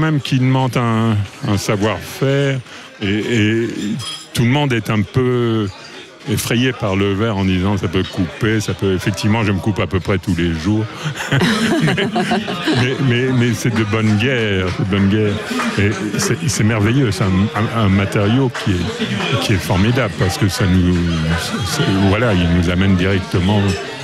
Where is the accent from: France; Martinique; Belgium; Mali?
Belgium; Fleurus, Wallonia; born or raised there